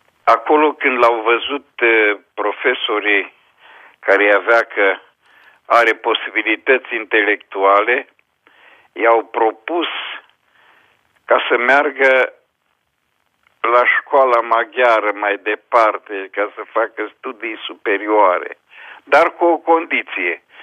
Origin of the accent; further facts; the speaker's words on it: Săbolciu, Bihor County, Romania; now in Bucharest, Romania; Originar sunt din Crișana, la o distanță de 18 km de Oradea, pe drumul spre Cluj. Pe malul Crișului Repede, în zăvoaiele Crișului, mi-am petrecut copilăria, fiindcă m-am născut într-un sat care se numește Săbolciu, un sat eminamente românesc și ortodox.